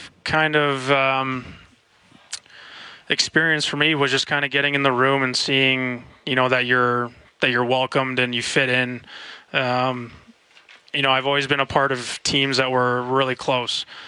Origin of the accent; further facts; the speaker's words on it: Canada; And I was, you know, being Canadian, I'd have to worry about the visa or anything like that.